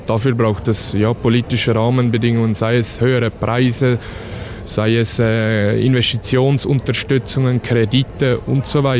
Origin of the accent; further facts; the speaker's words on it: Switzerland; Und da haben wir das Gefühl, bei uns in der Schweiz leuchtet, also klar, den Generationenwechsel, Generationenwandel haben wir auch, diesen Strukturwandel.